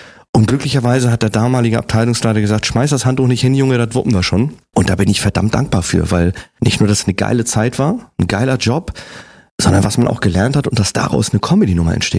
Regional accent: Kiel, Schleswig-Holstein, Germany; also born or lived in Preetz; geboren bin ich in Preetz. Das ist oben bei Kiel. Bin aber nur geboren und hab dann in Kiel gelebt und bin noch aufgewachsen.

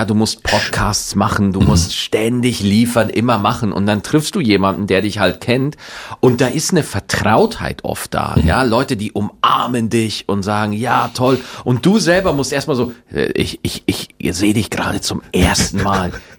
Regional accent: Bavaria, Germany; born or raised there

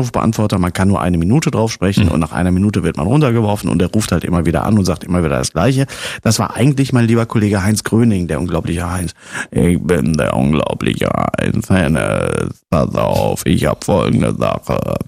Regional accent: Bottrop, North Rhine-Westphalia, Germany; Es gab einen, oder es gibt immer noch diesen Moviepark bei uns im Ruhrgebiet in Bottrop

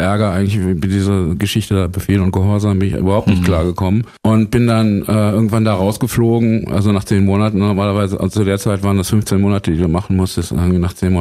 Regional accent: Herford, North Rhine-Westphalia, Germany; now in Berlin, Germany; Also ich meine, ich bin nicht direkt von Herford nach Berlin gekommen, sondern ich bin von Geburt her ein Wessi. Und Herford liegt in Ostwestfalen.

